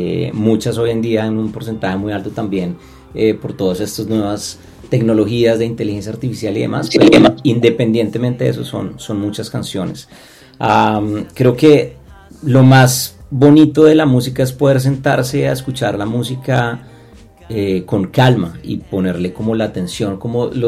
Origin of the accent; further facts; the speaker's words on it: Colombia; now in United States; Colombia claramente somos uno de los, digamos, de los países que tenemos más visibilidad